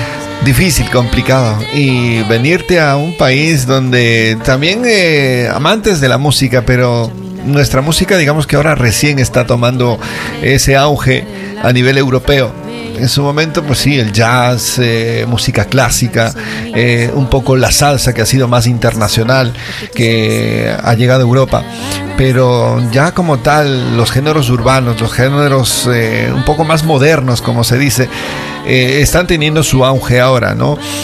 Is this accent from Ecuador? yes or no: yes; Ecuador; now in Zaragoza, Spain; como yo, como ecuatoriano